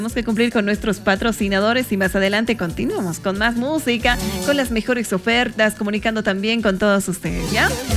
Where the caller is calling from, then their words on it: Oruro, Bolivia; Somos de Oruro, de la ciudad de Oruro, Oruro, Bolivia.